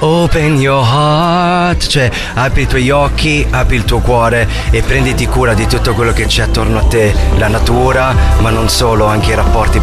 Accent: Campania, Italy; now in Loppiano, Italy; vengo dalla provincia di Salerno

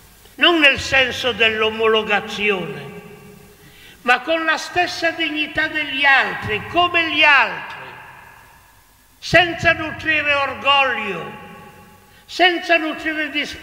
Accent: Piedmont, Italy; io sono cresciuto nel mio paese del Monferrato

